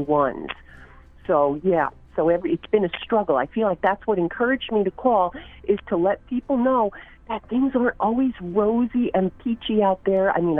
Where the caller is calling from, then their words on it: Lincolndale, New York, United States; Lincolndale, New York.